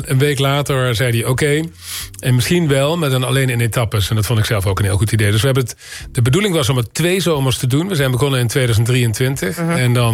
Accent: Limburg, Netherlands; moved away; zoals ik ben opgegroeid in Limburg

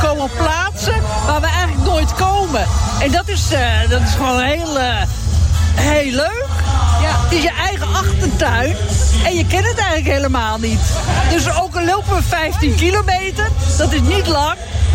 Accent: North Holland, Netherlands; Ja, we komen uit Egmond, Warmhuis en Bergen.

